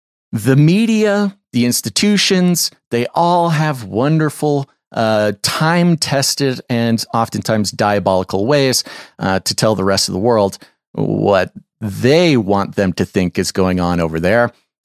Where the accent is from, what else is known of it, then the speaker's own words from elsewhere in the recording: United States; it's kind of weird being an American watching that happen over there